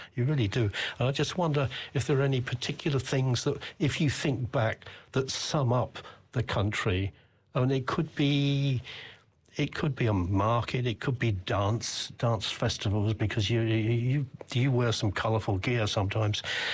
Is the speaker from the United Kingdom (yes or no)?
yes; United Kingdom; moved away; growing up in the UK, a long time ago, that we almost automatically did French as a second language